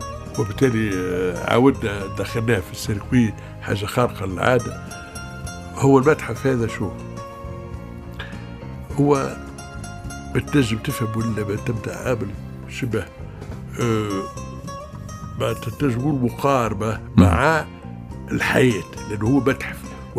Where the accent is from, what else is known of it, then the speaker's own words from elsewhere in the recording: Tunisia; عندنا في تونس